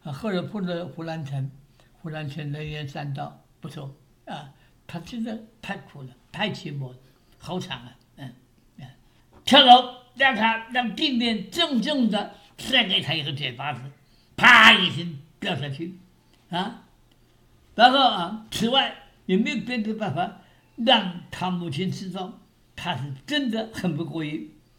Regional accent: China; 我们中国人

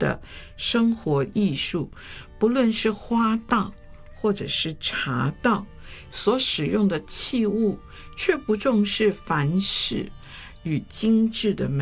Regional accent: China

